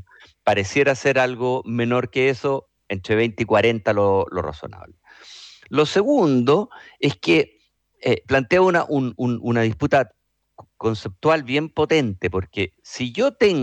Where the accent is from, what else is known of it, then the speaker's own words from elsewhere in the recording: Chile; los 18 millones de personas que somos los chilenos, o cuántos seamos los chilenos.